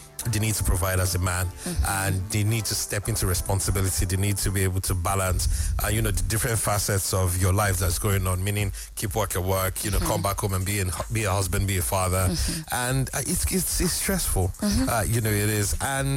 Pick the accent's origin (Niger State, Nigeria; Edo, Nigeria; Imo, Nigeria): Edo, Nigeria; I'm from Edo actually